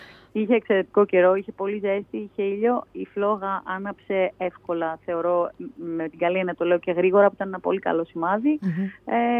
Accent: Thessaloniki, Central Macedonia, Greece; επειδή είμαι και από τη Θεσσαλονίκη, mm-hmm. Και αγαπώ πολύ την πόλη μας.

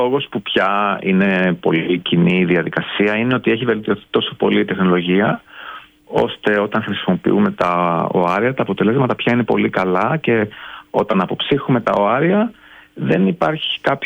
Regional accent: Greece; moved away as an adult; now in England, United Kingdom; θυμάμαι όλοι οι Άγγλοι ασθενείς, όταν τους έλεγα ότι είμαι από την Ελλάδα, μου λέγανε γιατί είσαι εδώ, έχεις τόσο ωραία χώρα

